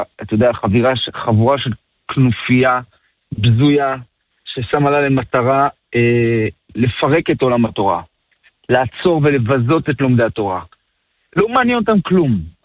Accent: France; now in Israel; אני עולה מצרפת.

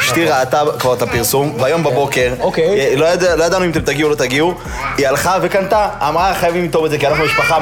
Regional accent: Argentina; now in Israel; אנחנו מאוד אוהבים בשר, אנחנו במקור מארגנטינה

